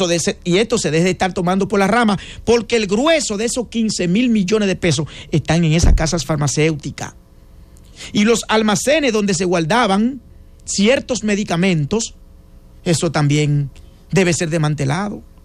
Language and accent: Spanish; Dominican Republic